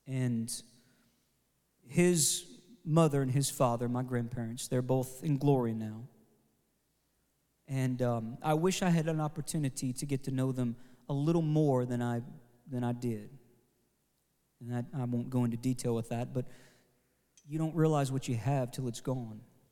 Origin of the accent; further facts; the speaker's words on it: Pittsburgh, Pennsylvania, United States; we're from Pittsburgh, Pennsylvania, that's where we're originally from